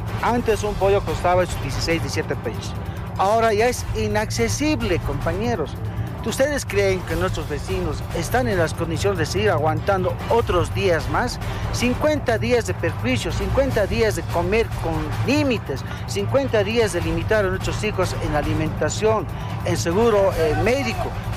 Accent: El Alto, La Paz, Bolivia; Estamos al colapso económico como ciudadanos alteños.

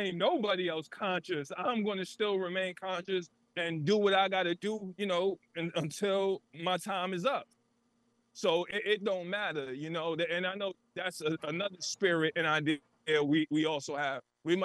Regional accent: New York City, New York, United States; because I was from the Bronx, I'm from the Bronx, and I used to go to Harlem to go to the Rucker.

